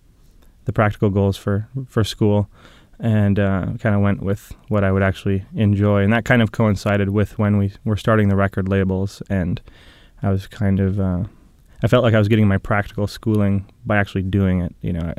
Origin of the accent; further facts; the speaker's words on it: Fargo, North Dakota, United States; But, Ben and I growing up, you know, in Fargo, just south of the Canadian border